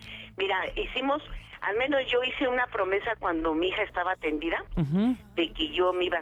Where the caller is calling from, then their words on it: Cuautitlán Izcalli, State of Mexico, Mexico; Yo estoy aquí en San José Huilango, Cuautitlán Izcalli.